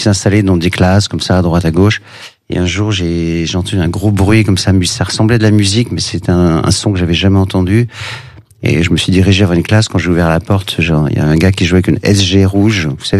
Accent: Paris, Île-de-France, France; born there; also born or lived in Glasgow / London; je suis né à Paris, je suis tout de suite parti à Glasgow et à Londres.

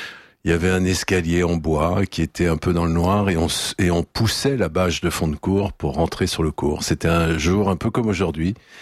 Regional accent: France

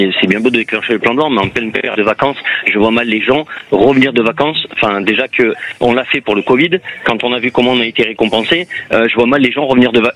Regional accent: Marseille, Provence-Alpes-Côte d'Azur, France; Je suis de Marseille, donc je ne pourrais pas vous dire pour Nantes.

